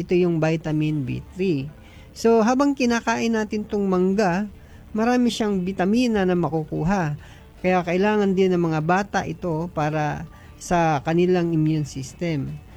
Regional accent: Manila, Metro Manila, Philippines; Ako'y Tagalog talaga, no? Gikan pa ako sa Manila.

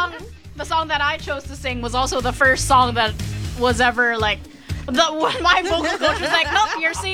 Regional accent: Philippines; We're all Filipino and trained, I guess.

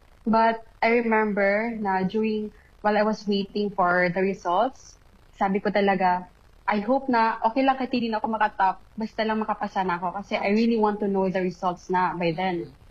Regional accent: Malay, Western Visayas, Philippines; from Boracay Island, Malay, Aklan

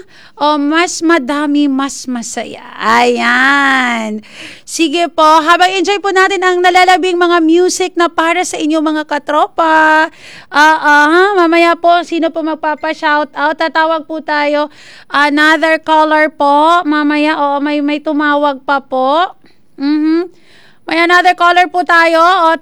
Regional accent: Western Visayas, Philippines; paano mo ako nabalaan nga Ilonggo ako, ya? Ilongga ako.

